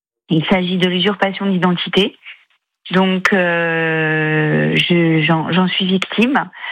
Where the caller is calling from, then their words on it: Ajaccio, Corsica, France; j'ai 51 ans, je suis aide-soignante, je suis d'Ajaccio, je suis corse.